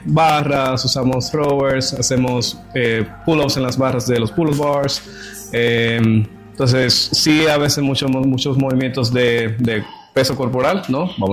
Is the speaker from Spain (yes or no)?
no; Dominican Republic; now in United States; Dominicano.